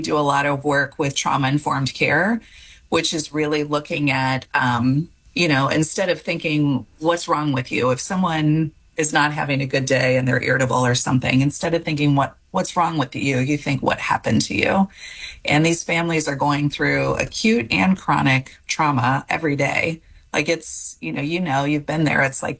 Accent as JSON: {"language": "English", "town": "Cincinnati", "region": "Ohio", "country": "United States", "tie": "born or raised there", "said": "I grew up in Cincinnati. I'm born and raised here and went to Miami for undergrad and Ohio State for grad school."}